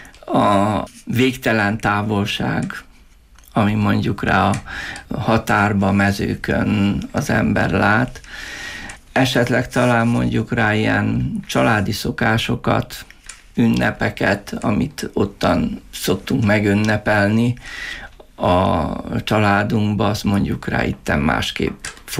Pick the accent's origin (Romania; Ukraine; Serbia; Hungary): Serbia; Vojvodina; now in Prekmurje, Slovenia; én tiszaparti származású vagyok